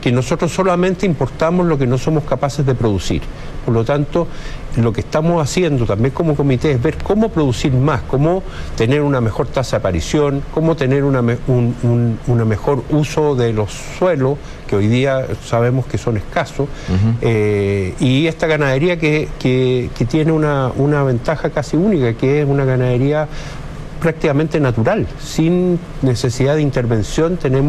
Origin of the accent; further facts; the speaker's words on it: Chile; creemos que dentro de las cosas que nos unen como chilenos es el tema de las carnes